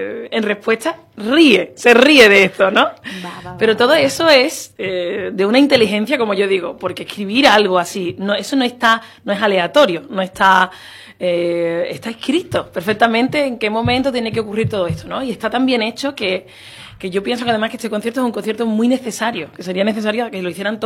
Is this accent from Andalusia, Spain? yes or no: yes; La Puebla del Río, Andalusia, Spain; Yo soy de la Puebla del Río y empecé en el conservatorio de Coria del Río, pues el que estaba más cerca de casa.